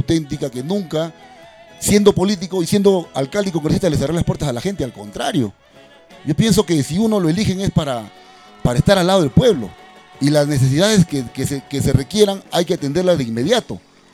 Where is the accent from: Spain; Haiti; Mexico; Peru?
Peru; Chimbote, Ancash; moved away as an adult; now in Casma, Peru; Soy natural de Chimbote, casmeño corazón y ancachino de convicción